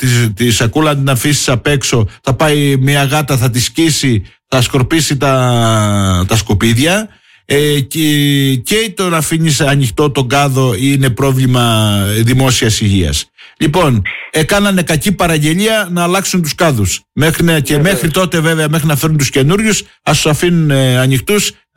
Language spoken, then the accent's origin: Greek; Heraklion, Crete, Greece; Δεν έχουμε δει ως Ηρακλειώτες.